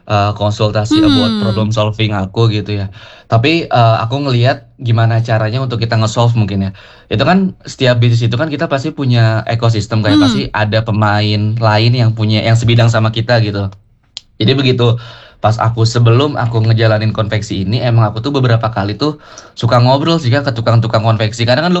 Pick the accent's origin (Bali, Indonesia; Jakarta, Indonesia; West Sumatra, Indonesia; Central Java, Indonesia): Jakarta, Indonesia; born there; now in Bandung, Indonesia; aku begitu pindah ke Bandung, ya biasalah kan aku kan orang Jakarta ya, aku lahir di Jakarta juga.